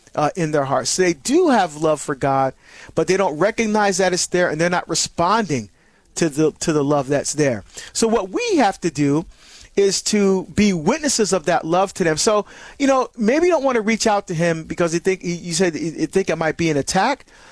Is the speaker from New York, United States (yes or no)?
no; New Jersey, United States; moved away; my home state of New Jersey.